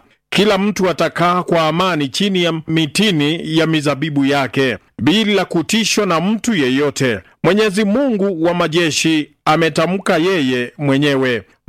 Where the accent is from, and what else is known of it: Kenya